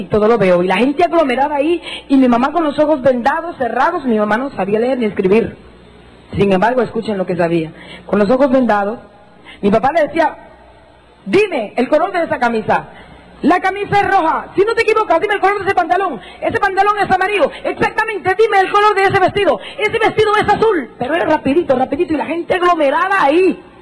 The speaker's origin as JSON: {"language": "Spanish", "region": "Jutiapa", "country": "Guatemala"}